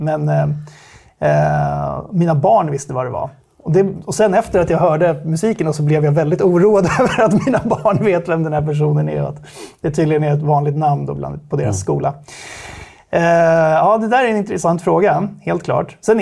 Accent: Stockholm, Stockholm County, Sweden; Jag kommer från Stockholm. Akademiker bakgrund.

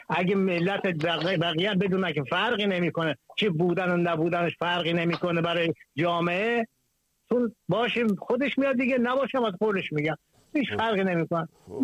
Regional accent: Sistan and Baluchestan, Iran; چون من خودم تو بلوچستان بزرگ شدم

